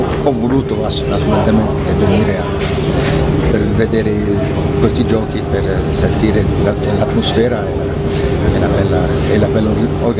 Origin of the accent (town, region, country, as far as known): Monaco